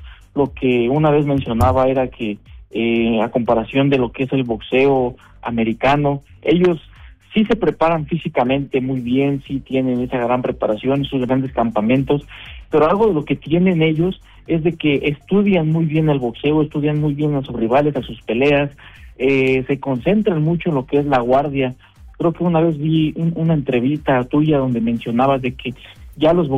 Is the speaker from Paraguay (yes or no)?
no; San Mateo Atenco, State of Mexico, Mexico; somos de San Mateo Atenco, la tierra del calzado